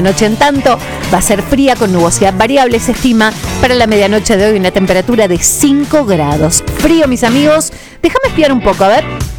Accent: Argentina

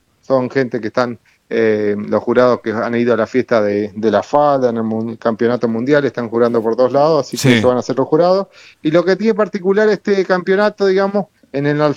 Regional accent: San Antonio de Areco, Buenos Aires Province, Argentina; moved away as an adult; also born or lived in Villa Lía; now in San Luis del Palmar, Argentina; Yo soy de San Antonio de Areco, estuve viviendo en Villa Lía, pero ahora estoy en Corrientes.

